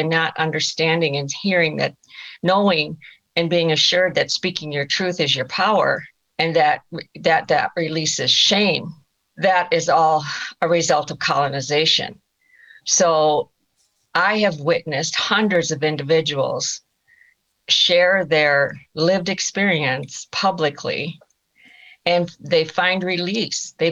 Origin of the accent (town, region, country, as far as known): South Dakota, United States